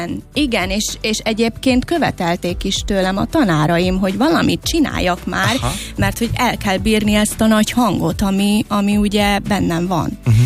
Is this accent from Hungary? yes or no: no; Komárno, Nitra Region, Slovakia; Felvidéken születtem, Komáromban, Révkomáromban, és egy kis faluban nevelkedtem tulajdonképpen a szüleimmel, és négy testvéremmel, és ötödik gyerekként születtem.